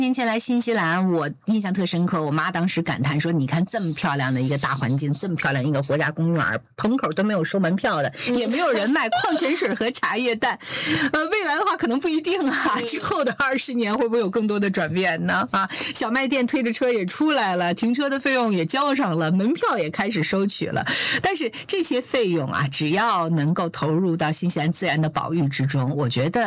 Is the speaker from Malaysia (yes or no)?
no; northern China, China; now in New Zealand; 像我的家乡是北方